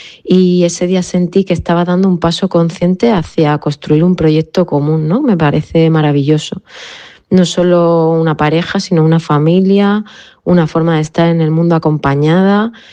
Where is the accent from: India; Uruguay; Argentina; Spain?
Spain; Ceuta; yo soy de Ceuta